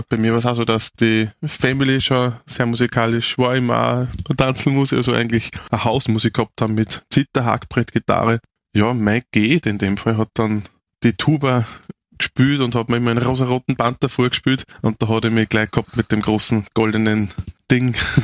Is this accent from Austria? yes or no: yes; Perg, Upper Austria, Austria; Also konkret kommen wir aus Perg, aus Bergkirchen, aus Windhag bei Perg, Hagenberg, Papnerkirchen und Rechberg.